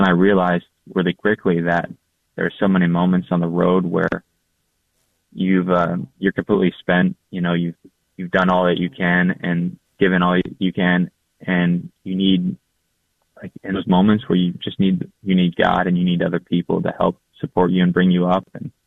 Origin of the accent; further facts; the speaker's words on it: Virginia, United States; So the Front Royal Pregnancy Center is a local pregnancy center right near my hometown in Northern Virginia.